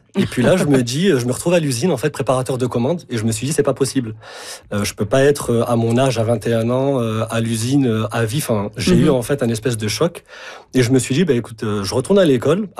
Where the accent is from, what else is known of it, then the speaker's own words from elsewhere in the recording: Montpellier, Occitanie, France; also born or lived in Paris; now in Canada; De Montpellier, si exactement.